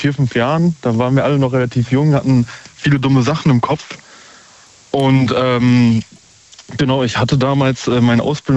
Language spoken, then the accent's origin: German; Usingen, Hesse, Germany; Ich komme aus Usingen.